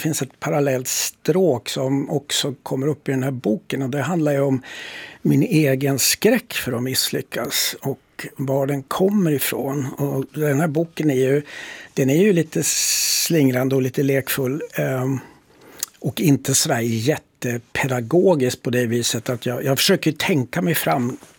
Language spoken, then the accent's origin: Swedish; Boden, Norrbotten County, Sweden; moved away; Men då kan jag alltid flytta hem till Norrbotten och till Boden